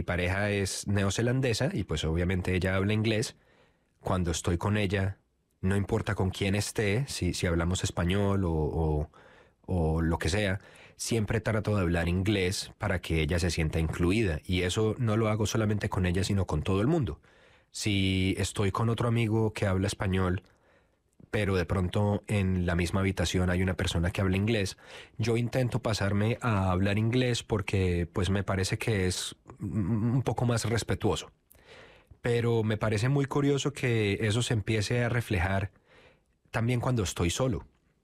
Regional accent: Bucaramanga, Santander, Colombia; moved away as an adult; now in New Zealand; Yo crecí en Bucaramanga, Colombia

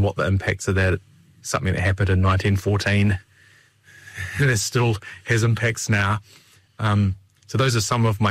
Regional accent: Dunedin, Otago, New Zealand; born there; I was born in Dunedin, and my mum met my dad, who had come over from Samoa.

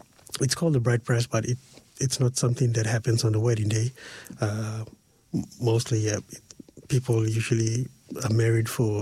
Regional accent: Papua New Guinea; Oh, I'm from Papua New Guinea. Oh, and, they can relate. So I think for Papua New Guinea out there, it's kind of good.

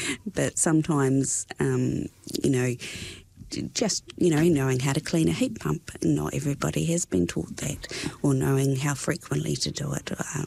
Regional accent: Waitahuna, Otago, New Zealand; moved away as an adult; also born or lived in Wellington; now in Dunedin, New Zealand; I grew up down this way. I grew up in Waitahuna, small country town. But yeah, before this I worked in, went to university in Wellington.

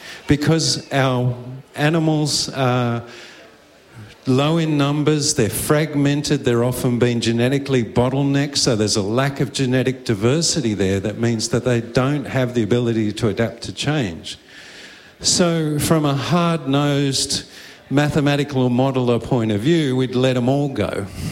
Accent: Australia; now in New Zealand; as an Australian

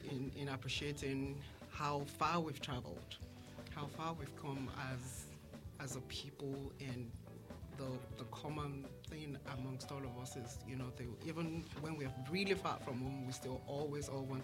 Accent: Nigeria; now in Hawke's Bay, New Zealand; I am Nigerian and Yoruba by tribe. I have been in Hawke's Bay. I've made Hawke's Bay home for almost 14 years now.

